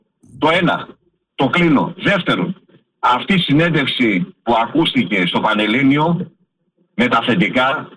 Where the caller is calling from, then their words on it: Ilion, Attica, Greece; από το Ήλιο